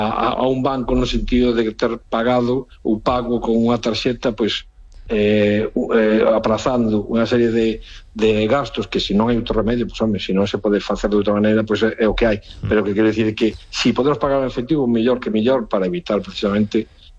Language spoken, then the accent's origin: Galician; Lugo, Galicia, Spain